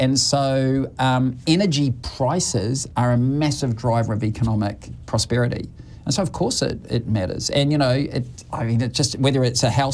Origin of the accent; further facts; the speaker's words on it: New Zealand; now in Australia; I'm a New Zealander, as you know, we've got a home there.